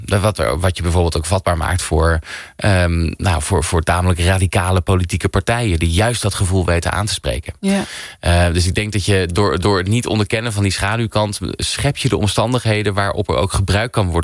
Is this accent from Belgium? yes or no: no; Netherlands; En we zijn als Nederlanders toch wel erg gevoelig voor het gevoel, er wordt ons iets afgepakt, terwijl we het eigenlijk heel erg goed hebben.